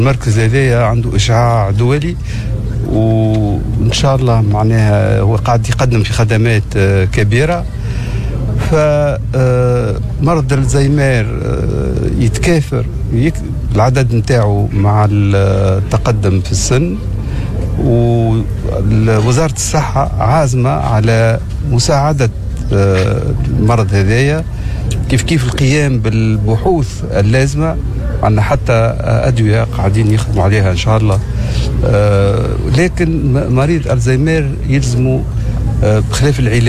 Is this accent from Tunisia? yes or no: yes; Tunisia